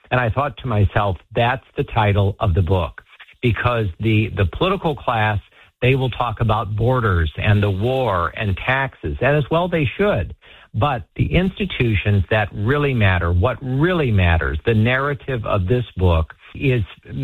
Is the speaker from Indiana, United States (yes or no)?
yes; Fort Wayne, Indiana, United States; I was on a Greyhound bus from my hometown of Fort Wayne, Indiana, to Toledo, Ohio.